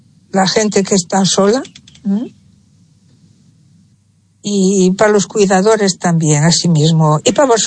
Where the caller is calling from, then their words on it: A Coruña, Galicia, Spain; de Coruña